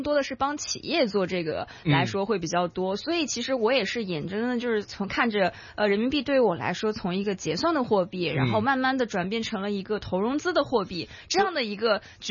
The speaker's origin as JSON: {"language": "Chinese", "town": "Dongguan", "region": "Guangdong", "country": "China", "moved": "as an adult", "lives_now": "Hong Kong", "said": "我是广东省的东莞人。"}